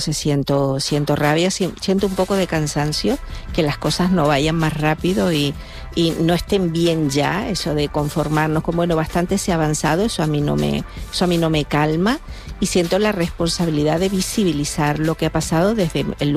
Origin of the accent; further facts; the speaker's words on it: La Palma, Canary Islands, Spain; la representaron la obra en La Palma, en el Circo de Marte, en mi tierra, y yo estaba allí con Aranza y estaban mi familia, mis amigos, mis maestros, mis profesores de instituto.